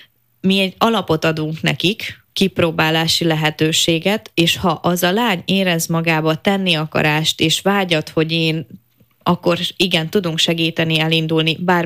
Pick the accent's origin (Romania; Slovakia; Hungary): Slovakia; Felvidék; first language Hungarian